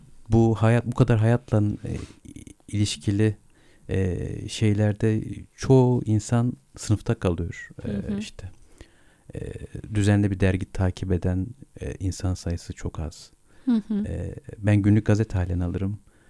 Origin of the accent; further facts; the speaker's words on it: Şanlıurfa, Turkey; Ben Urfalıyım. Bizim yemekler zordur, baharatlıdır.